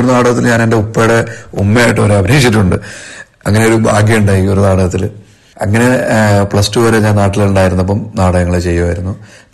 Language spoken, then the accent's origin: Malayalam; Andrott, Lakshadweep, India; ലക്ഷദ്വീപിലെ ആന്ധ്രദ്വീപ് സ്വദേശിയാണ്.